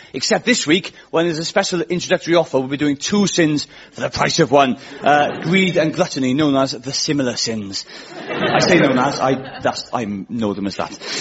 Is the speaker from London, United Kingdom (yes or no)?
no; Wales, United Kingdom; accent: Welsh; I'm Welsh